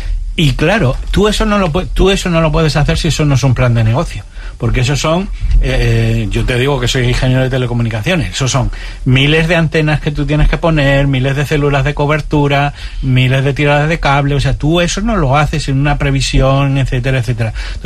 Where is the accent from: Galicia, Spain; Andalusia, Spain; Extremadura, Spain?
Extremadura, Spain; Claro, yo soy extremeño. Mi abuela extremeña de toda la vida, nació en 1820.